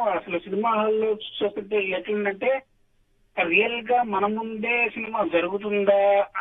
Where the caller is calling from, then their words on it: Guntur, Andhra Pradesh, India; నేను గుంటూరు నుంచి … మాట్లాడుతున్నాను.